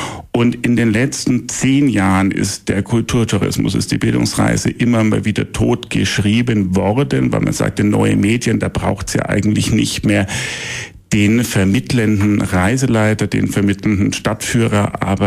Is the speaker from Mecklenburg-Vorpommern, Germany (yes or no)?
no; Bavaria, Germany; Ich bin als Franke gerne hier heute in Weimar.